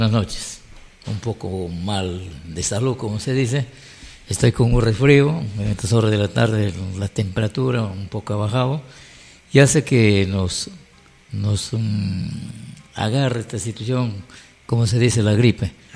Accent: Peru

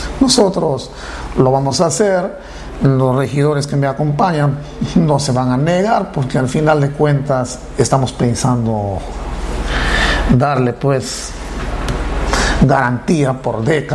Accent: Shanao, San Martín, Peru; yo he sido 3 veces candidato en mi pueblo, que llamado Xanao, un pueblo pequeño, por cierto.

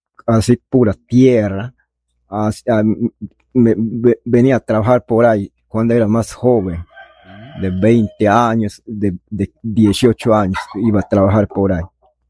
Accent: Bellavista, Peru; born there; moved away; nacido en Bellavista, en Barrio Loreto.

